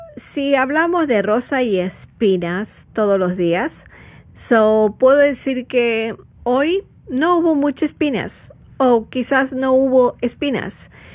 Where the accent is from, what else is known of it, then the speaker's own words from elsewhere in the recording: Ecuador; Pero de donde yo vengo es Sudamérica, Ecuador